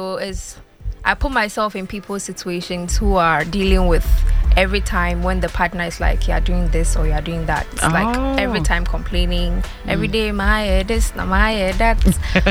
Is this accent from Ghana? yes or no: yes; Ghana; Fortunately for me, I'm so Ghanaian that my mom didn't give me a Christian name.